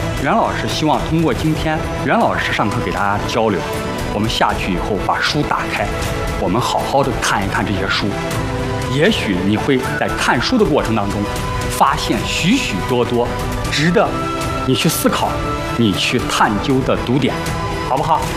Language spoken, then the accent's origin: Chinese; China; 我们中国人